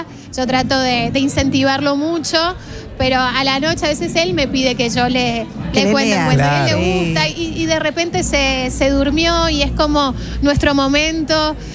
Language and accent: Spanish; Argentina; no somos argentinos.